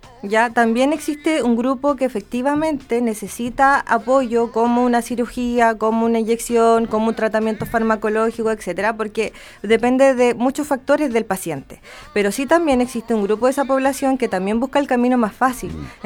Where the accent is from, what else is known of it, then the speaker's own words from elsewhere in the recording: Concepción, Biobío, Chile; moved away; yo soy de Concepción, entonces ¿ya? estaba cerca de Talcahuano, ¿ya? y escuchaba el luche y todo eso.